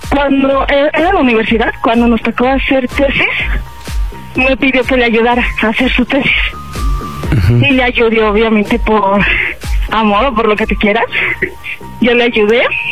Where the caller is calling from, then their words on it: State of Mexico, Mexico; Tengo 35 años y soy del Estado de México